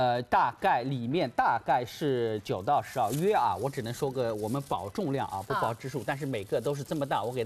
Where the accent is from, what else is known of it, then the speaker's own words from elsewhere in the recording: Suzhou, Jiangsu, China; 是来自我家乡苏州阳澄湖的。